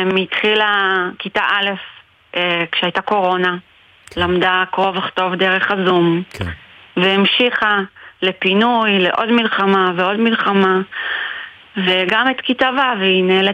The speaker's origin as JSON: {"language": "Hebrew", "town": "Ma'alot", "region": "Northern District", "country": "Israel", "lives_now": "Shomera, Israel", "said": "אני ממעלות, גם בצפון."}